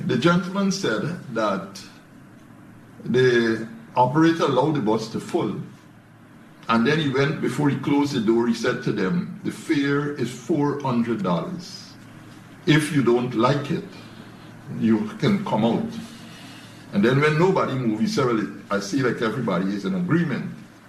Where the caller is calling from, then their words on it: Mahaica, Demerara-Mahaica, Guyana; I hail from Mahaika. I live at Mahaika. Not really from Mahaika, but I've been living there for 50 years.